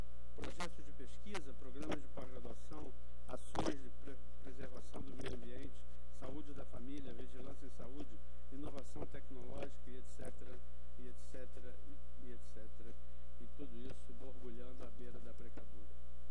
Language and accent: Portuguese; Rio de Janeiro, Brazil; devo dizer que sou apenas um ex-rapaz latino-americano, porque eu já não sou um rapaz, mas sou latino-americano, com pouco dinheiro no banco, sem parentes importantes e vindo do interior de um bairro periférico da longínqua cidade maravilhosa.